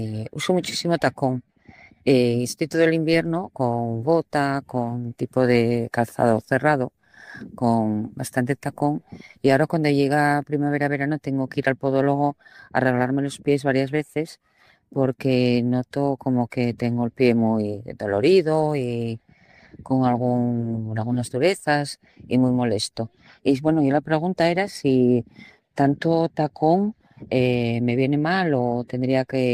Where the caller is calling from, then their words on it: Gijón, Asturias, Spain; Hola, buenas.